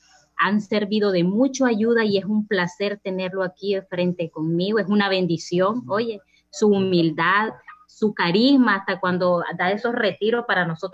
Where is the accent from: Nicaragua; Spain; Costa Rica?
Nicaragua; Soy de Nicaragua